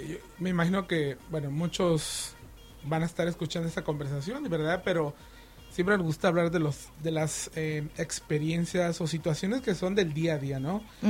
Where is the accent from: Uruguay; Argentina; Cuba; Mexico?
Mexico; Cuando, y yo soy de México, entonces cuando hay veces que los papás te dicen, aguántese, mijo, aguántese y hasta que no.